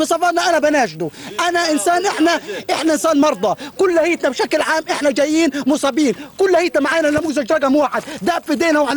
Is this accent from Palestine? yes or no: yes; Gaza, Gaza Strip, Palestine; بنيجي إحنا من غزة، بنيجي على الصحة العالمية